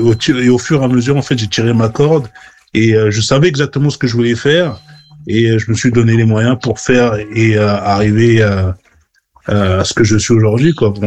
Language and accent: French; France; now in United Kingdom; Pardon, quand j'ai quitté la France, pardon, pour l'Angleterre, c'est-à-dire, j'ai trouvé que tu pouvais faire à peu près tout.